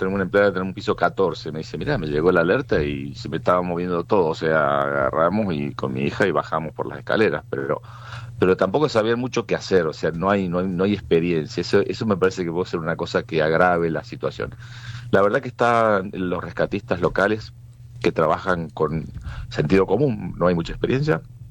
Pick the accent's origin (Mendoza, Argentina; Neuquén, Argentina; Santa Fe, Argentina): Mendoza, Argentina; now in Caracas, Venezuela; yo que soy originario de Mendoza